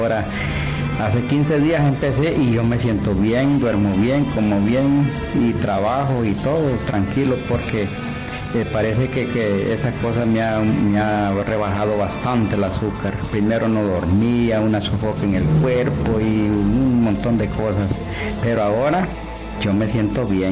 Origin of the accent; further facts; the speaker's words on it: Esquías, Comayagua, Honduras; Yo vengo de Esquías.